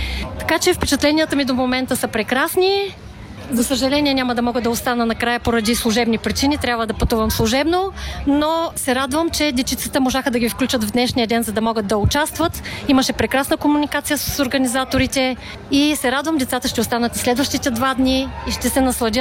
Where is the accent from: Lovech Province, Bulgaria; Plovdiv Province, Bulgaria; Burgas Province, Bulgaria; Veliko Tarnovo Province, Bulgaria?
Veliko Tarnovo Province, Bulgaria; Gorna Oryahovitsa; now in Austria; участвахме в концерт, който ние организирахме в моя роден град Горна Оряховица